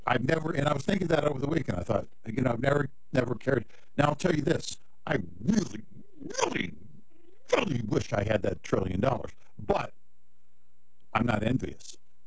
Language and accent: English; Scotland, United Kingdom